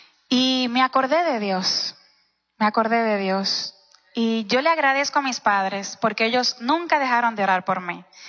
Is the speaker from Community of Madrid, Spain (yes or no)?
yes; Madrid, Community of Madrid, Spain; Yo me crié en España, en Madrid. Allí se encuentra casi toda la familia de parte de mi mamá.